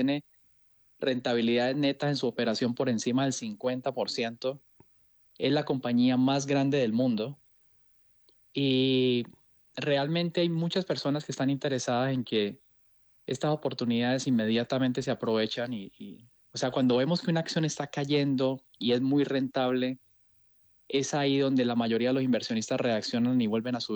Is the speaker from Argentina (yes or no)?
no; Colombia; Como colombianos tenemos que tener acciones, tenemos que acostumbrarnos a esa cultura de prosperar